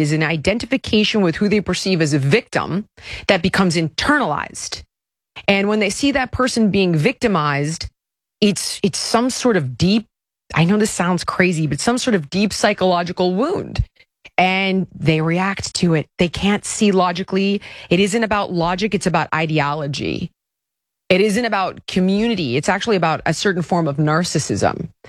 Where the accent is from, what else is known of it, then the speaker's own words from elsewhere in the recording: California, United States; which is why I think I was a liberal my whole life, on top of growing up in California